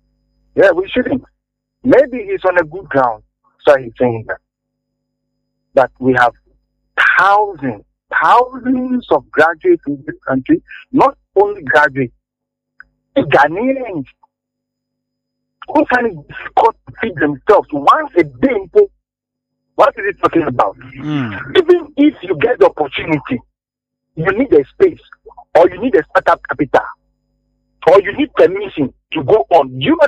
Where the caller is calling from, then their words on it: Houston, Texas, United States; I'm calling from